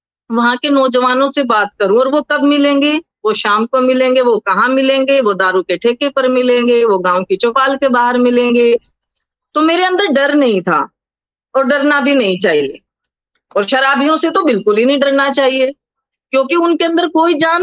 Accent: Meham, Haryana, India; also born or lived in Rohtak; मैं महम कस्बे से हूं, अब तहसील बन गया है

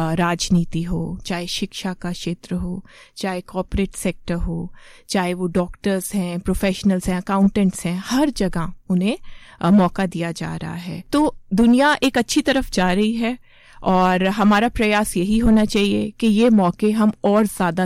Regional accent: Ambala, Haryana, India; moved away as an adult; मैं अंबाला से ही हूँ, यहीं पली बड़ी हूँ, यहीं पे स्कूलिंग हुई, यहीं पे इंजीनियरिंग हुई

